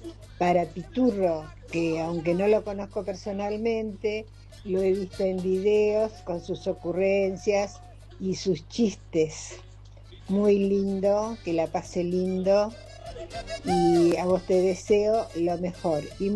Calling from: Magdalena, Buenos Aires Province, Argentina; de Magdalena.

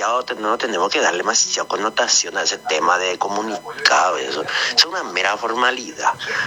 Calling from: Paraguay; Paraguay con letrado. Vamos a Paraguay, fuerza arriba, nacionalista puro

